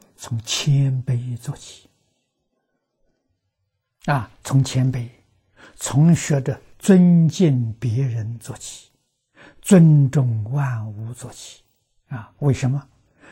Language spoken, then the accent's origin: Chinese; China; 我们中国人讲有礼